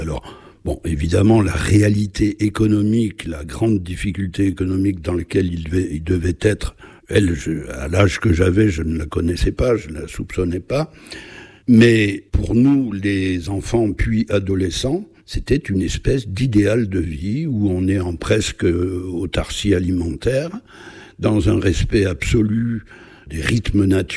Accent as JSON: {"language": "French", "town": "Luz-Saint-Sauveur", "region": "Occitanie", "country": "France", "tie": "born or raised there", "said": "probablement mon enfance à Luce-Saint-Sauveur et le fait d'avoir pour voisin une famille de tout petits paysans, la famille Noguet"}